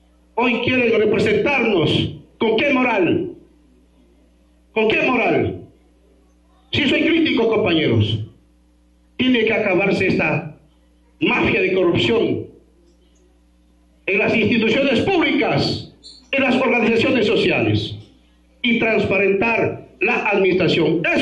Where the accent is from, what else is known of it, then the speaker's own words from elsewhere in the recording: Morona Santiago, Ecuador; todos los Shuar que somos hijos de la FIS